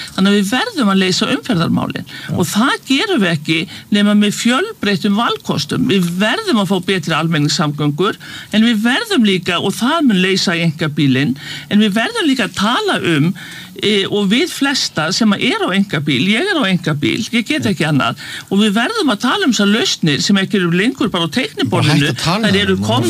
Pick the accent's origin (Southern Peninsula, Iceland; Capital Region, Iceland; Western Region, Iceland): Capital Region, Iceland; Reykjavík; en ég hef aldrei skilið það sem Breiðhyltingur.